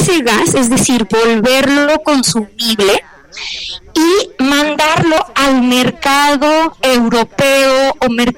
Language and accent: Spanish; Mexico; ese es un valor que como mexicanos queremos propiciar